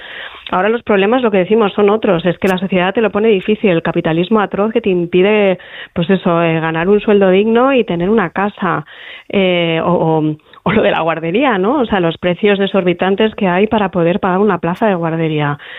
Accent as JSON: {"language": "Spanish", "town": "Gijón", "region": "Asturias", "country": "Spain", "said": "Claro, yo soy de provincias, yo soy de Gijón además"}